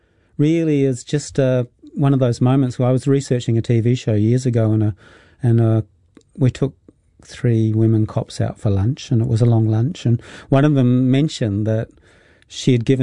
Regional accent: Adelaide, South Australia, Australia; moved away; I come from Adelaide originally.

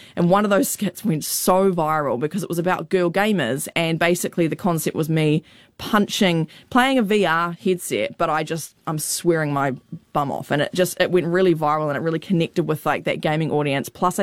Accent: New Zealand

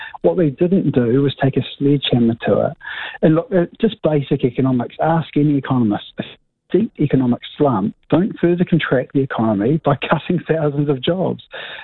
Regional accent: Southland, New Zealand; born there; now in Wellington, New Zealand; I'm not born in Wellington. I was born in Southland.

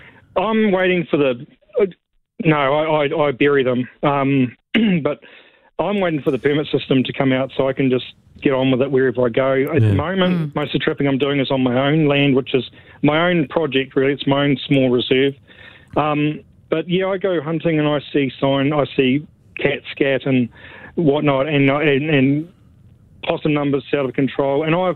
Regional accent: North Island, New Zealand; I'm from the North Island.

